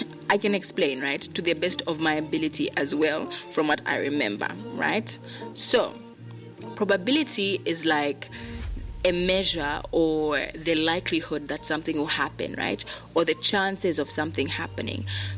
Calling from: Zambia; I'm calling you from Winbig, Zambia.

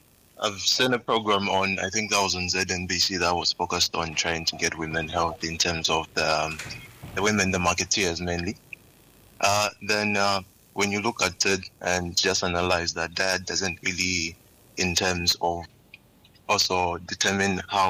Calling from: Lusaka, Lusaka Province, Zambia; I'm calling from Lusaka, Livala.

